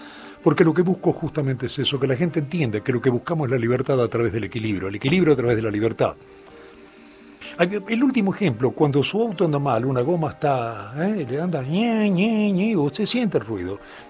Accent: Argentina; Yo como argentino

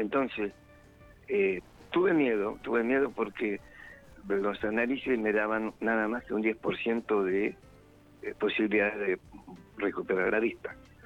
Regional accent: Burzaco, Buenos Aires Province, Argentina; born there; Pero yo soy nacido en Bursaco.

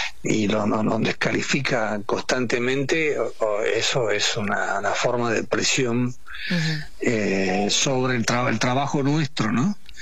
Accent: Berazategui, Buenos Aires Province, Argentina; Sí, sí, yo soy de Berazategui, sí. Egresado del Politécnico de Berazategui.

